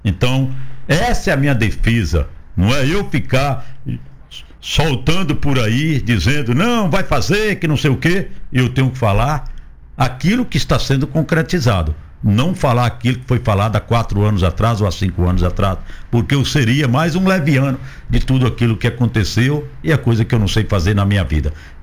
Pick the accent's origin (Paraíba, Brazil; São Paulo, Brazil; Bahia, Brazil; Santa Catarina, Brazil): Bahia, Brazil; Palmas de Monte Alto; A mensagem que eu deixo a esta terra, a minha terra